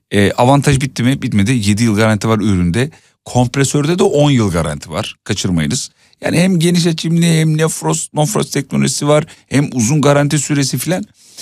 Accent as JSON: {"language": "Turkish", "region": "Kocaeli", "country": "Turkey", "tie": "born or raised there", "said": "canım memleketim Kocaeli beni rahatsız ediyor."}